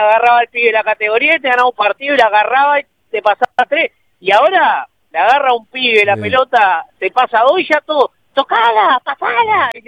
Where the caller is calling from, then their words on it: Tala, Canelones, Uruguay